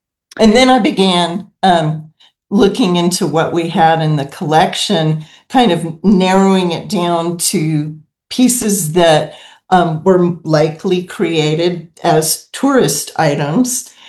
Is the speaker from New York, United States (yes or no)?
no; Texas, United States; now in New Mexico, United States; I grew up in Texas, and we traveled west a lot. And so Route 66 was part of my childhood.